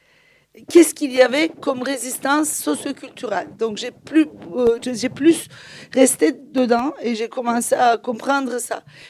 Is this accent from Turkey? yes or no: yes; Turkey; French is a second language; J'ai grandi, je suis une Turque, je vis en Istanbul